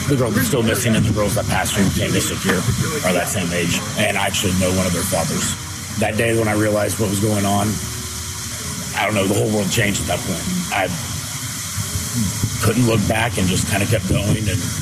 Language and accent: English; Kerrville, Texas, United States; I mean, I'm from Kerrville.